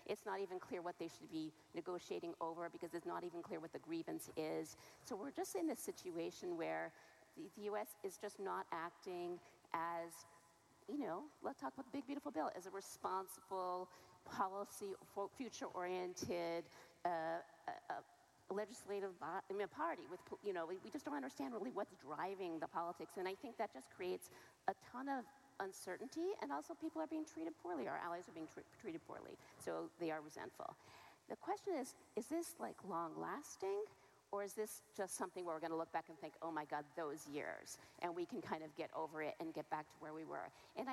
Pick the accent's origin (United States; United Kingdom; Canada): Canada; I am too Canadian.